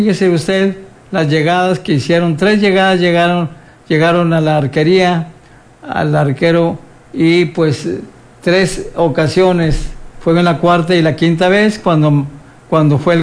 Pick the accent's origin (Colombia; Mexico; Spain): Mexico; porque somos mexicanos y tendremos que irle a nuestro país México